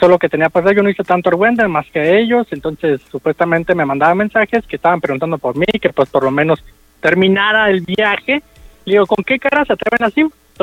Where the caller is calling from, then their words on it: Guadalajara, Jalisco, Mexico; nosotros somos de acá de Guadalajara y estamos en Puerto Vallarta